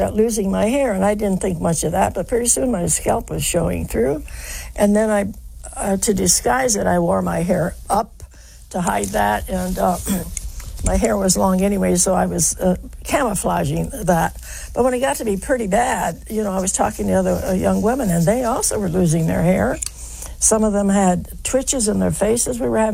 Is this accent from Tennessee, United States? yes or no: no; West Virginia, United States; born there; And I said, well, I was born in West Virginia